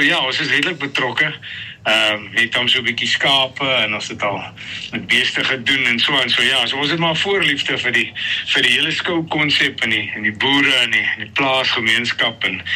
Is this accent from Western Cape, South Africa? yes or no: yes; Robertson, Western Cape, South Africa; ek is van Robertson, ek is my lewe lank al hier, gebore getoe, soos hulle sê, kom uit 'n plaasfamilie uit, ons boer hier so net buitekant Robertson, op 'n plaas met die naam Cloverfield.